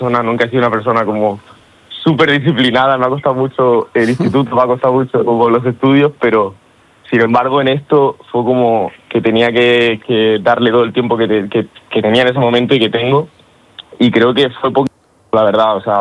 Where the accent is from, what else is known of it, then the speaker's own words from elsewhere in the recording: Murcia, Region of Murcia, Spain; En mi tierra, en Murcia, dándome el sol.